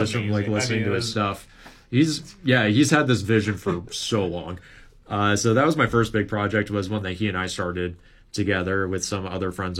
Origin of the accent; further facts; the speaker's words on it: Lakeville, Minnesota, United States; moved away as an adult; also born or lived in Mankato; now in Winona, United States; yeah, we're all from Lakeville. God. Yeah, we all went to Lakeville North together, so Jake and I were in the same grade.